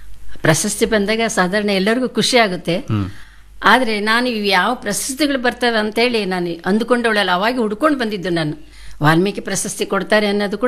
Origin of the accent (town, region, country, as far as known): Karnataka, India